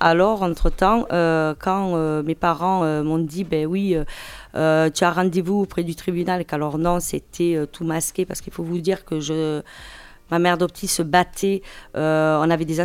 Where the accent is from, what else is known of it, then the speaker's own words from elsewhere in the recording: Toulouse, Occitanie, France; born there; Alors, je suis toujours avec ma mère adoptive. Mais où ? À Toulouse.